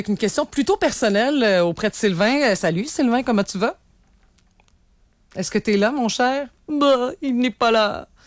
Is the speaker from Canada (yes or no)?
yes; Sainte-Félicité, Quebec, Canada; moi j'ai grandi à Sainte-Félicité